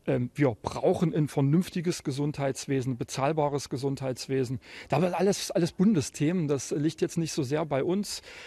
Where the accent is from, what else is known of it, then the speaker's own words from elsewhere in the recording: East Germany, Germany; now in Saxony-Anhalt, Germany; wo wir als Osten, als Ostdeutsche, als Menschen mit ostdeutscher Biografie ein Stück weit benachteiligt werden.